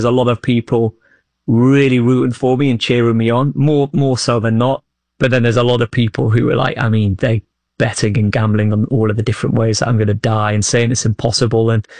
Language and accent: English; Old Colwyn, Wales, United Kingdom; born or raised there